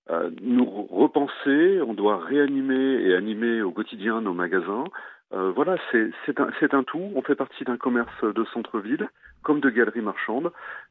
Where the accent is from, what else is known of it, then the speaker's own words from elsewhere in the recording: Lille, Hauts-de-France, France; Moi, je vois, en tant que Lillois, les plans de transport, la catastrophe que ça a été aussi des métros, des transports en commun.